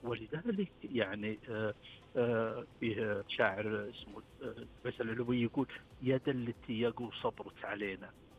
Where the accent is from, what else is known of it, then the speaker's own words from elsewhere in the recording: Ha'il, Ha'il Province, Saudi Arabia; نحن في حائل